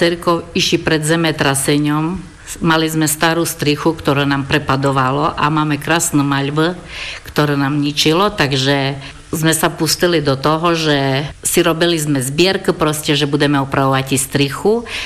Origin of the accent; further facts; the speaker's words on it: Piskorovce, Prešov Region, Slovakia; žijú tu celý život i budú, a dokľa budú žeti, budú tu, lebo je to moje rodisko.